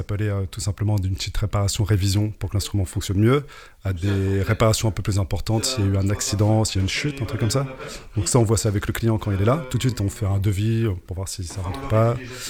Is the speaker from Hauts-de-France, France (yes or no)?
yes; Compiègne, Hauts-de-France, France; Je suis de Compiègne.